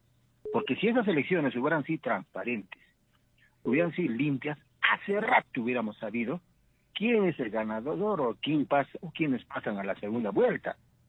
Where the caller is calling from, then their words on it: Juliaca, Puno, Peru; De Juliaca.